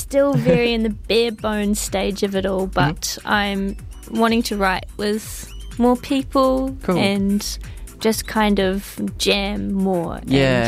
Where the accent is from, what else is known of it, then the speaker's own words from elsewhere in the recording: Christchurch, Canterbury, New Zealand; born there; moved away; when I was like first learning guitar in Christchurch